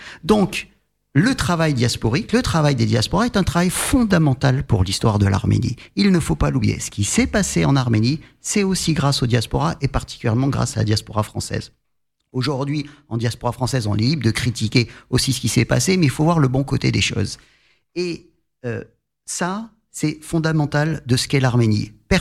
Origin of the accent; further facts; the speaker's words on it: France; parce qu'on est français